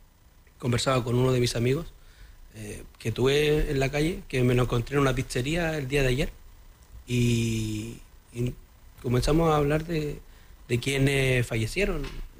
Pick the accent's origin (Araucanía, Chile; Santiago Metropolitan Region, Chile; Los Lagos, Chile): Santiago Metropolitan Region, Chile; Santiago; also born or lived in Lampa; fui creciendo en La Legua, fui creciendo en el ámbito de Lampa